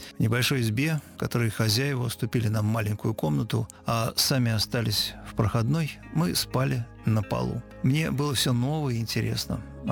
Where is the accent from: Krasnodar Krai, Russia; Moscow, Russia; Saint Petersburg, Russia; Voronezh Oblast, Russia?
Voronezh Oblast, Russia; Voronezh; Я родилась в Воронеже в 1937 году. Наша семья – папа Семен Григорьевич, мама Анна Михайловна, бабушка Клавдия Михайловна и я жили на левом берегу реки Воронеж в коммунальной квартире